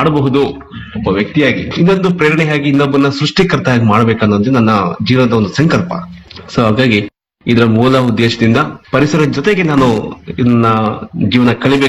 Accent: Kolar, Karnataka, India; ನಾನು ಮೂಲತಃ ಕೋಲಾರ.

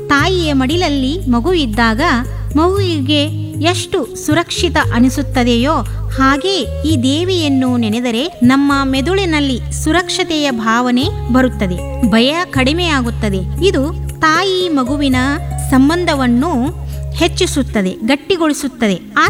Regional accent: Belagavi, Karnataka, India; ಬೆಳಗಾವಿ ಅಂದ್ರೆ ನಾವು ಬೆಳಗಾವದವರು.

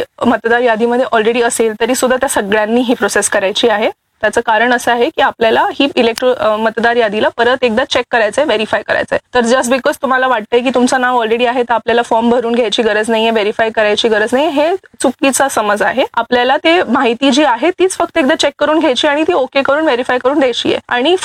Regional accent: Thane, Maharashtra, India; moved away as an adult; now in Nashik, India; मी तर born and brought up ठाणेमध्ये आहे आणि माझं सगळं एज्युकेशन ठाणे आणि मुंबईमध्येच झालं होतं.

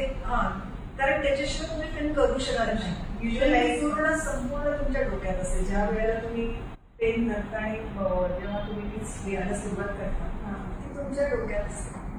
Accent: Nagpur, Maharashtra, India; born there; माझं बालपण सगळं बाबांची आमच्या ट्रान्सफर होत राहायची PWD मध्ये होते, त्याच्यामुळे मी जन्म नागपूरचा

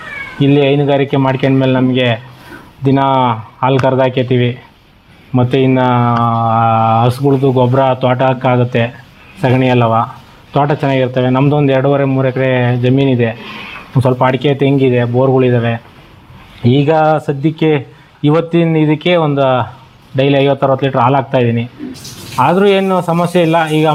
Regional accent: Tumakuru district, Karnataka, India; moved away as an adult; also born or lived in Bengaluru; ದೊಡ್ಡಗರಾಟ ಗ್ರಾಮ, ತುರುವೇಕೆರೆ ತಾಲೂಕು, ತುಮಕೂರು ಜಿಲ್ಲೆ. ನಾನು ಮೂಲತಃ ಕೃಷಿಕ ಕುಟುಂಬದವನೇ. ನಾನು ಬೆಂಗಳೂರಲ್ಲಿ 19 ವರ್ಷ ಜೀವನ ಮಾಡಿದೆ. ಹಳ್ಳಿಗೆ ಬಂದು ಸೇರ್ಕೊಂಡ್ವಿ.

